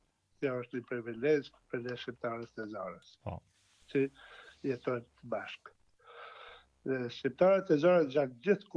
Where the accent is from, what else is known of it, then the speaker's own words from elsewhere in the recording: Zadar, Zadar County, Croatia; jemi pjesë pandashme e arbreshme, edhe jemi krenarë si shoqatë, si shqiptarë